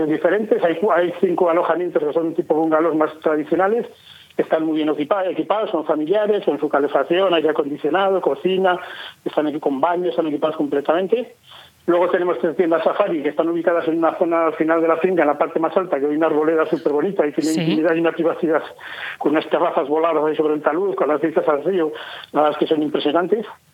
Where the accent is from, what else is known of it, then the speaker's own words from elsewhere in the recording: Pradoluengo, Castile and León, Spain; Somos de aquí, del pueblo natal, somos natales de Pradoluengo